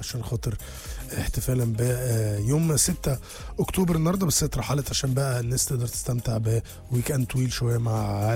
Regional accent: Egypt; هو فخر مش بس لينا كمصريين

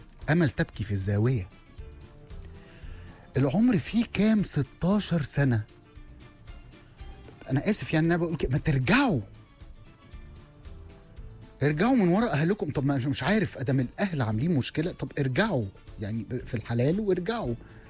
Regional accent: Sohag, Sohag Governorate, Egypt; احنا صعيدة، من سوهاج انا كمان.

